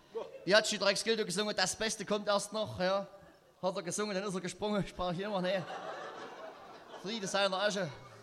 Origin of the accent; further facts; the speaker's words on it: Thum, Saxony, Germany; Ich komme aus Thum, Ortsteil Jahnsbach. Die verrückten Thumer haben uns damals 1999 eingemeindet.